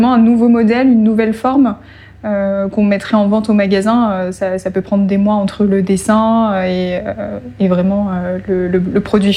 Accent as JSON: {"language": "French", "region": "Grand Est", "country": "France", "said": "j'étais proche du Luxembourg. Donc, je m'étais dit, si jamais ça fonctionne pas ici, je retournerai peut-être en Lorraine et je pourrais bosser au Luxembourg en tant qu'opto."}